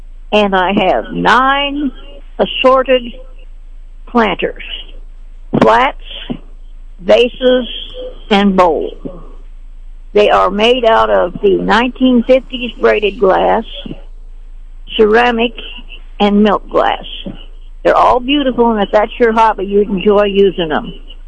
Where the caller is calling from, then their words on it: Sedalia, Missouri, United States; I'm calling from Sedalias.